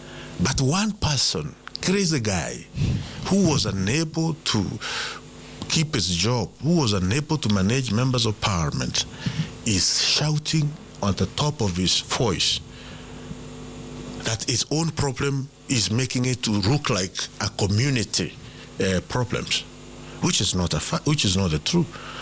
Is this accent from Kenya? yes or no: yes; Kenya; We are all Kenyans, you know.